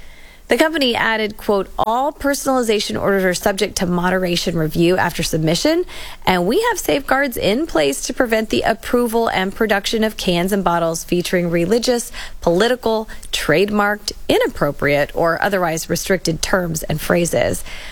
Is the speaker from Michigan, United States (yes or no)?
no; Dallas, Texas, United States; I'm from Dallas. Come on, Cowboys.